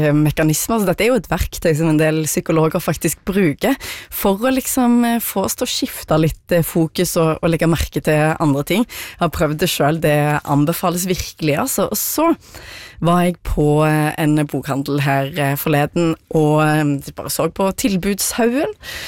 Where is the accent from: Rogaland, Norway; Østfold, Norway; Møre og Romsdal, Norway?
Rogaland, Norway; Jeg er jo fra Rogaland.